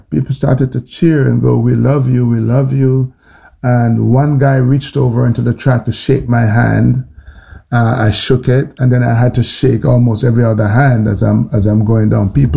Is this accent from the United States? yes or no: no; Jamaica; Like we don't go, it's okay because we're from Jamaica, a tropical island, so whatever result we get.